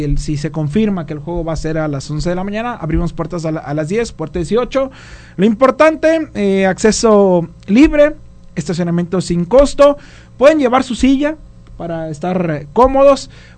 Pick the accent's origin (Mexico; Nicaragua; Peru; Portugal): Mexico; soy mexicano.